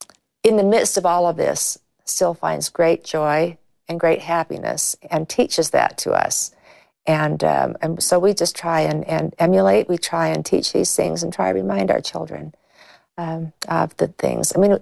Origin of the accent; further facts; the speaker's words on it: California, United States; And growing up in California, not a world that was always easy to live as members of the church.